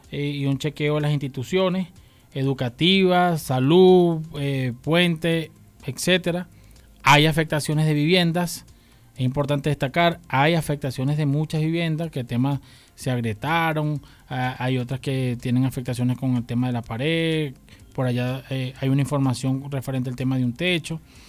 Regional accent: Venezuela; como primero como venezolanos

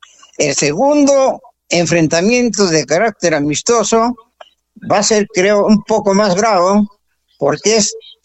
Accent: Peru

